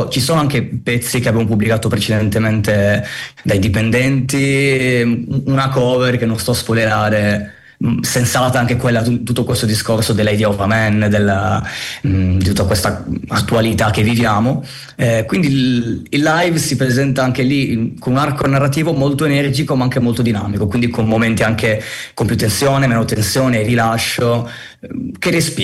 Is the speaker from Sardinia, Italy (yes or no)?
yes; Sardinia, Italy; moved away as an adult; also born or lived in Cagliari; now in Turin, Italy; io sono arrivato qua a Torino nel 2021 come studente fuori sede. Sono della Sardegna. Sud Sardegna.